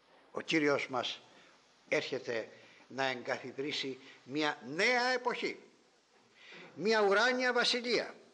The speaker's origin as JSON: {"language": "Greek", "town": "Ikaria", "region": "North Aegean", "country": "Greece", "said": "Και κάθισα εκεί στην πατρίδα μου την Ικαρία, όπου έχω ησυχία όταν πάω"}